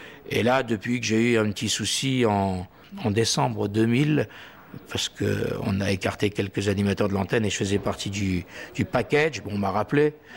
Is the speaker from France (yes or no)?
yes; France; now in Luxembourg; Mais je reste toujours un Français habitant au Luxembourg, parce que c'est toujours ma carte de résident. Et j'entends y rester.